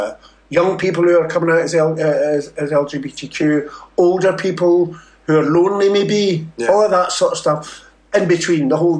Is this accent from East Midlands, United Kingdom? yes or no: no; Scotland, United Kingdom; Being Scottish